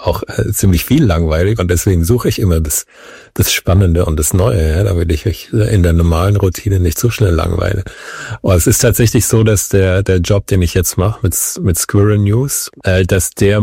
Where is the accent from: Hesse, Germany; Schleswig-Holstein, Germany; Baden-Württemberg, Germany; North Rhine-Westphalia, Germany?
Baden-Württemberg, Germany; Wiesloch; moved away as an adult; also born or lived in Berlin / Ukraine; Ich bin in der Nähe von Heidelberg aufgewachsen, in der kleinen Stadt, die Wiesloch heißt.